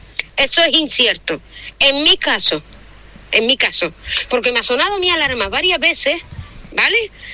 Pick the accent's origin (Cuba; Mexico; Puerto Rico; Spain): Spain; Valsequillo, Canary Islands; Soy de Valsequillo y tengo mi alarma puesta.